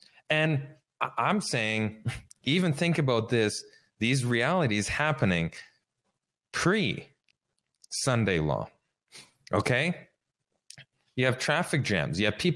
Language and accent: English; Saskatchewan, Canada; moved away; back where I grew up in Saskatchewan